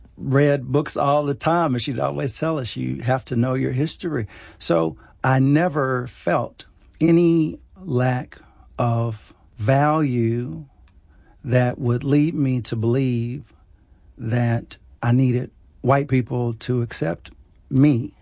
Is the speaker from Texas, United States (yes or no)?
yes; Dallas, Texas, United States; I went back to Texas. I went to Austin. I'm from Dallas.